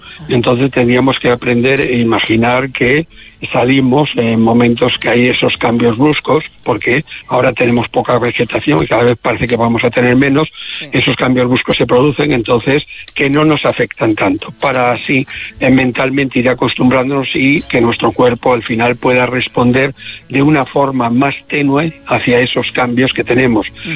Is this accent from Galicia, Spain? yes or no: yes; Galicia, Spain; Como buen gallego voy allí.